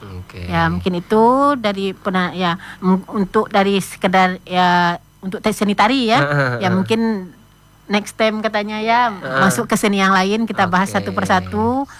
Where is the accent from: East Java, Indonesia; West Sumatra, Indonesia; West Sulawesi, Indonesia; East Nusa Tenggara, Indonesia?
West Sumatra, Indonesia; now in Kalimantan, Indonesia; Kebetulan kami dengan Bunda ini memang lahir dan besarnya di Minang gitu ya, jadi masih ngerasain gitu gimana waktu masa kecil kami, karena kan baru separuh umur lah di Kalimantan ini.